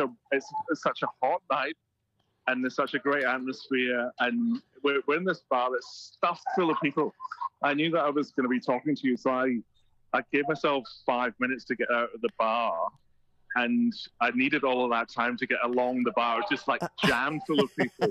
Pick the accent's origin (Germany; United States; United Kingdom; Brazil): United Kingdom; Scotland; I don't know what the equivalent is in Australia, but I'm Scottish, and sometimes people from Scotland aren't too happy about supporting England, for example.